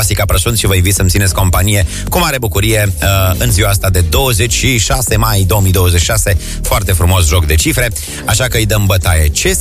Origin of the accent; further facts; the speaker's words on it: Moldavia, Romania; now in Cluj-Napoca, Romania; eu nu-s clujean, eu-s moldoven